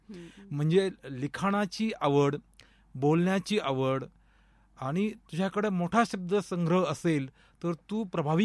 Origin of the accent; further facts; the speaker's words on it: Karanji, Maharashtra, India; माझं बालपण करंजी म्हणून आहे, नगर पाथर्डी रोडवरती करंजी आहे. तिथून 3 किलोमीटरवरती गर्भगिरी डोंगररांगाच्या पायथ्याशी खंडोबाची वाडी म्हणून 1,000 लोकवस्तीचं गाव आहे. त्या ठिकाणी बालपण गेलं, ज्याला प्राथमिक शिक्षण तिथेच झालं.